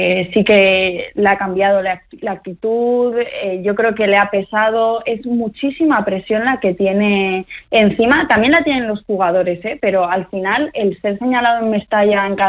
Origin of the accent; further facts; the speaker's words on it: Chiva, Valencian Community, Spain; Yo soy de Chiva, es del pueblo de al lado, y sí que le conocía.